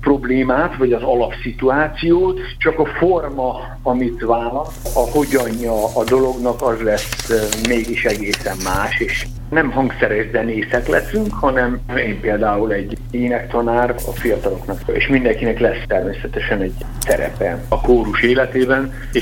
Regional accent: Debrecen, Hajdú-Bihar, Hungary; de annak, hogy én debreceni vagyok, azt hiszem, hogy nem sok köze van ahhoz, hogy ide kerültem

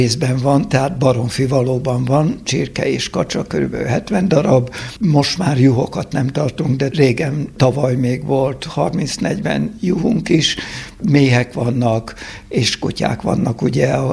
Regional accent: Jászapáti, Jász-Nagykun-Szolnok, Hungary; also born or lived in Budapest; Az összes ősöm, édesapám, édesanyám Jászapátin született, én már Budapesten születtem, de csak azért, mert ők akkor éppen ott dolgoztak, de utána Jászapátin nevelkedtem, illetve az iskoláim egy részét is ott végeztem

